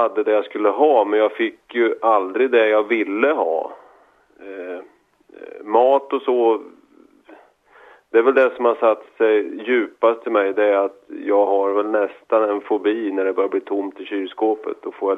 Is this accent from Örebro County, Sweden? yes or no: yes; Laxå, Örebro County, Sweden; Jag växte upp i Laxå som ensamt barn till två missbrukare, alkoholister.